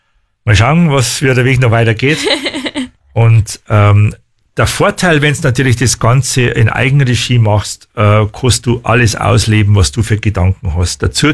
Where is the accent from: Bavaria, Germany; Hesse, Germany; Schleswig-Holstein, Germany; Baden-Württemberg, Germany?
Bavaria, Germany; Ich kriege, wie gesagt, dass mein Dialekt ein bisschen ins Oberpfälzerische rein ist. Mag vielleicht sein, aber ich gehöre schon original zu Oberbayern.